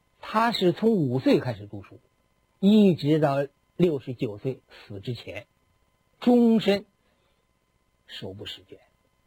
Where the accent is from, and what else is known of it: China